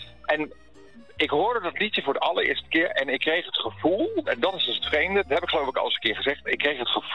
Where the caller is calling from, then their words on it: The Hague, South Holland, Netherlands